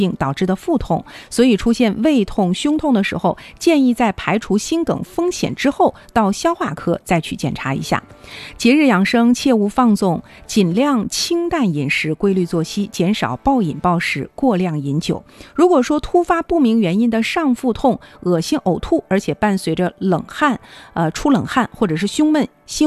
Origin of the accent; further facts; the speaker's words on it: Harbin, Heilongjiang, China; 对于咱们哈尔滨人来说呀